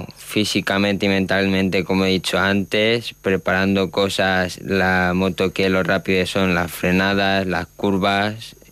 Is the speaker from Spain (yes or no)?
yes; Spain; born there; Pues la triple nacionalidad viene de mi padre porque es boliviano, mi madre que es colombiana y yo nací aquí en España.